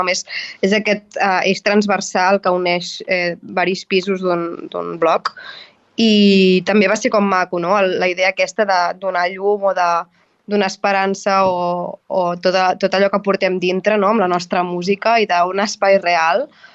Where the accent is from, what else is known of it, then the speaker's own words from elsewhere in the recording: Vacarisses, Catalonia, Spain; moved away as an adult; now in Barcelona, Spain; soc de Vacarisses.